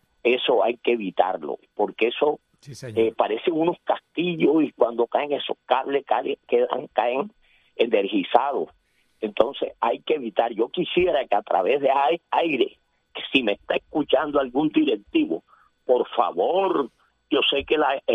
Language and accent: Spanish; Atlántico, Colombia; moved away; yo una vez me pensioné, me vine a residir acá, porque este es mi pueblo.